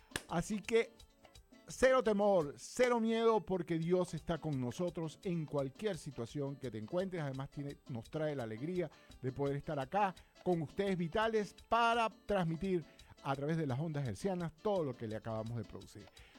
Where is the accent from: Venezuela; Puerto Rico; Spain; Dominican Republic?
Venezuela; por ser venezolanos.